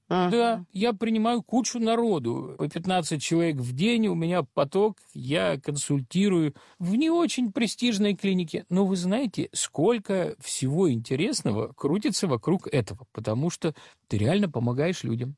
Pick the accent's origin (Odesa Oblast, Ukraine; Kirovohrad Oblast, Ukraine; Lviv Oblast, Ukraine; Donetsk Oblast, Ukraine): Kirovohrad Oblast, Ukraine; Kirovohrad; где мы там из Кировограда, и где Москва